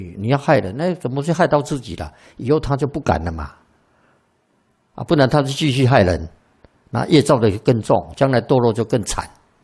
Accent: China

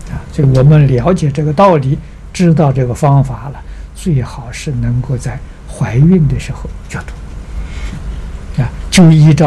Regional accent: China; 我们中国人讲的贫富贵贱

